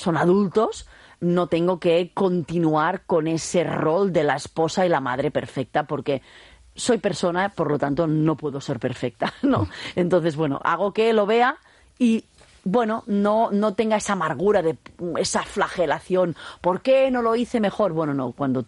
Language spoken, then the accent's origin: Spanish; Spain